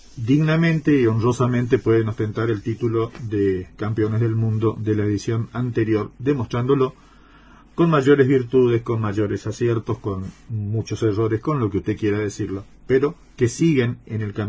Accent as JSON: {"language": "Spanish", "country": "Argentina"}